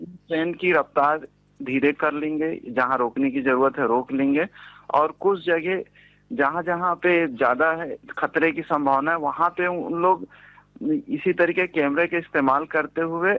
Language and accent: Hindi; Bilaspur, Chhattisgarh, India; बिलासपुर छत्तीसगढ़ का निवासी हूँ।